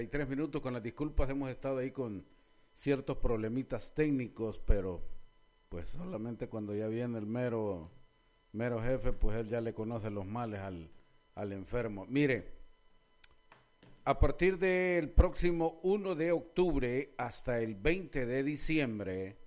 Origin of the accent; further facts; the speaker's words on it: El Salvador; conociendo a mi pueblo, conociendo al salvadoreño